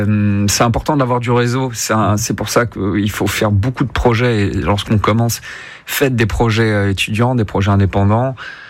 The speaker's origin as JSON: {"language": "French", "region": "Corsica", "country": "France", "said": "Je dis pas ça en tant que Corse."}